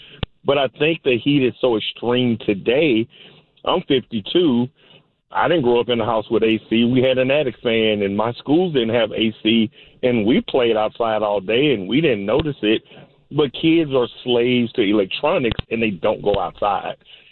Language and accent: English; Minden, Louisiana, United States; I grew up in Minden, Louisiana, right outside of Shreveport.